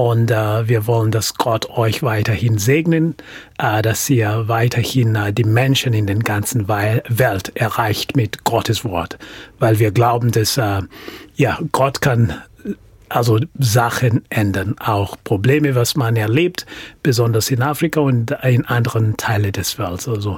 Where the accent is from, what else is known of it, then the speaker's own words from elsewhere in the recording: Kenya; moved away as an adult; now in South Sudan; ein Zigeuner. Ich komme aus Kenia. Ich bin seit etwa 13 Jahren Missionar in dem Südsudan.